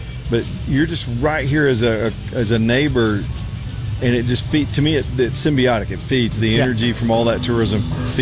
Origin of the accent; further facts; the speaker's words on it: Alabama, United States; moved away; I'm from Alabama.